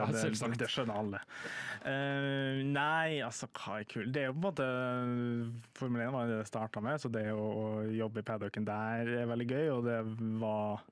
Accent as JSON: {"language": "Norwegian", "town": "Molde", "region": "Møre og Romsdal", "country": "Norway", "said": "jeg vet ikke om det er fordi jeg er fra Molde, eller hva det er, men der er det null bilsport"}